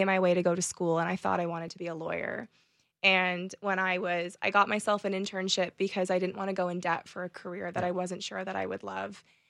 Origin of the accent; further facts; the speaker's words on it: Scarborough, Ontario, Canada; nobody asked me if I was from Scarborough because I went to school downtown Toronto.